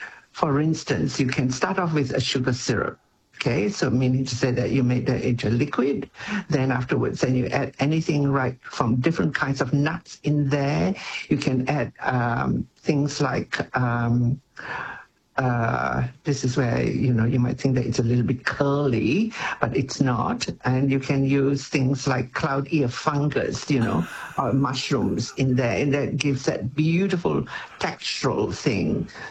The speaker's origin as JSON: {"language": "English", "country": "Malaysia", "tie": "born or raised there", "said": "those are things that I can remember when I was eating growing up in Malaysia."}